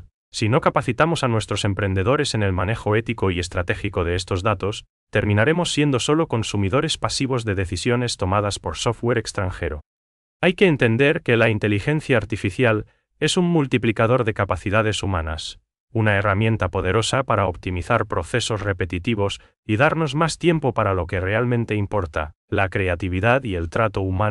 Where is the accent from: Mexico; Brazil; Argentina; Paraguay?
Paraguay; nosotros, como paraguayos